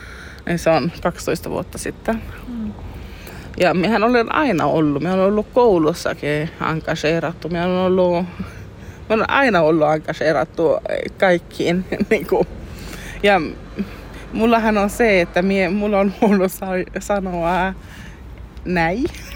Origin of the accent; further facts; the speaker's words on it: Aareavaara, Norrbotten County, Sweden; Mihin olen kasvanut ylös Aareavaarassa, siellä on aina ollut paljon niin föreeninkiä, paljon aktiviteetteja lapsille.